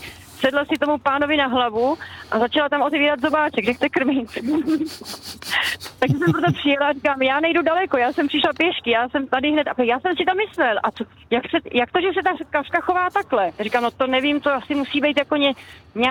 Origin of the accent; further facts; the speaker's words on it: Brno, South Moravian Region, Czechia; moved away as an adult; now in Jeseníky, Czechia; Já jsem teda původem z Brna a já jsem se přestěhovala po letech v Brně právě do Jeseníku do takové chatarské osady